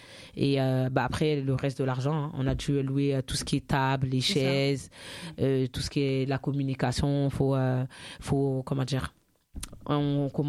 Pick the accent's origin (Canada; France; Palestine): France; Saint-Denis, Île-de-France; also born or lived in Pierrefitte-sur-Seine / La Courneuve; now in Saint-Denis, France; moi je viens de Saint-Denis mais j'ai fait 10 ans à Pierrefitte, 10 ans à La Courneuve